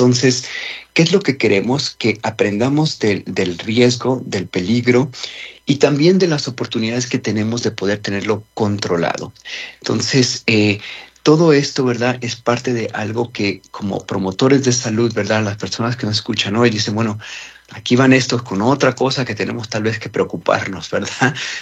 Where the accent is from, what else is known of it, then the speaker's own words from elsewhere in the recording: Mexico; now in United States; Yo crecí en México